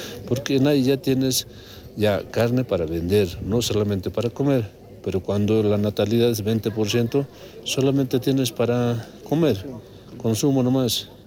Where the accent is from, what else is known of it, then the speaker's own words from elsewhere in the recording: Oruro, Bolivia; Soy orureño